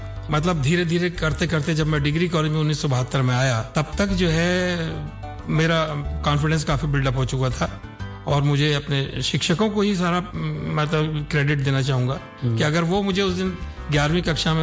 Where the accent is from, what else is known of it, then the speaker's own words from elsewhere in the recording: Uttar Pradesh, India; जैसे हमारा जिला था मुरादाबाद, तो वहाँ पार्टिसिपेट करने के लिए गया